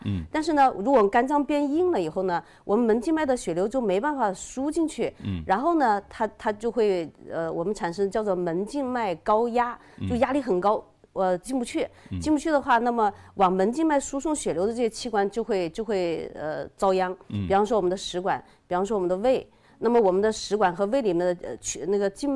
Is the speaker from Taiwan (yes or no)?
no; Hunan, China; 我们湖南人